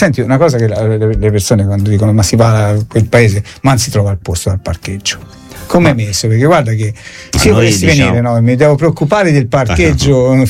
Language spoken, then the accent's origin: Italian; Rigutino, Tuscany, Italy; now in Arezzo, Italy; io essendo nato a Rigutino